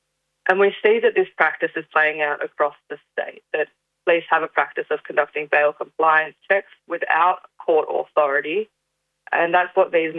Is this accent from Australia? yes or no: yes; New South Wales, Australia; I'm joining from Gadigal and Wongal country in New South Wales. I'm a Darug woman. The Darug Nation's just west of Gadigal and Wongal country.